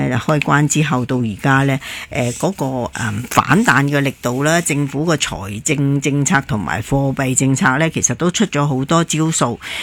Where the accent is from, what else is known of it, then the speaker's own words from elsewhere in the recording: Guangdong, China; 我哋广东人叫烂尾嘅嘢